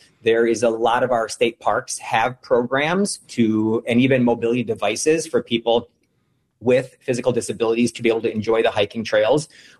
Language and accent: English; Wisconsin, United States; I grew up in Wisconsin. And I come from a family that loves spending time outdoors.